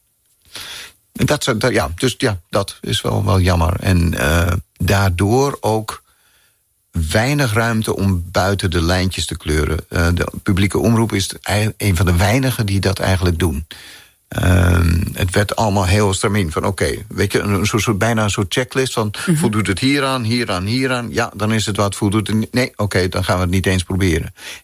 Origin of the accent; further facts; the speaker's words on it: Amsterdam, North Holland, Netherlands; Geboren en getogen in Amsterdam. Op de Nieuwendijk. En dat was om de hoek van de Dam en Kalverstraat en dergelijke.